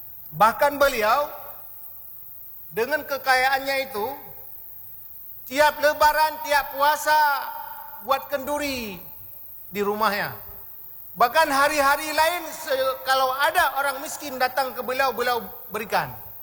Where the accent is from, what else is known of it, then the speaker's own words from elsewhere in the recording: Samalanga, Aceh, Indonesia; kampung saya di Beteli, Samalanga.